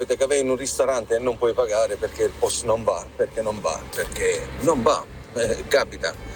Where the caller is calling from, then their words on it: Peschici, Apulia, Italy; Sono di Peschici, un paese turistico dove facciamo 100.000 presenze in estate.